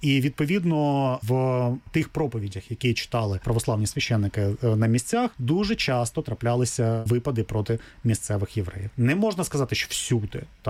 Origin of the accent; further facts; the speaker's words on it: Kryvyi Rih, Dnipropetrovsk Oblast, Ukraine; я сам з Кривого Рогу, так, і містечко Кривий Ріг на той час ще не місто